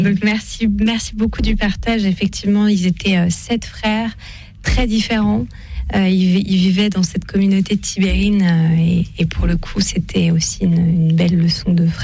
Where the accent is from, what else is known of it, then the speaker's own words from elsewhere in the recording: Auvergne-Rhône-Alpes, France; Alors, moi je viens de Savoie en plus, donc ça nous fait un point commun.